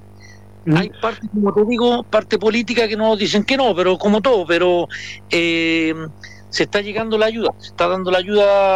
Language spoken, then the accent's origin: Spanish; Chile; como pueblo chileno, que somos solidarios